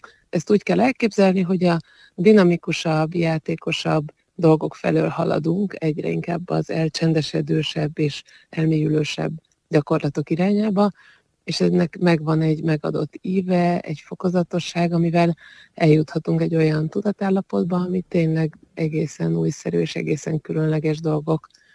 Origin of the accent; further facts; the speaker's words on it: Budapest, Hungary; Én Budapesten nőttem föl, Budapestnek egy inkább ilyen kertesebb részén, tehát nem az erdő szélén éltem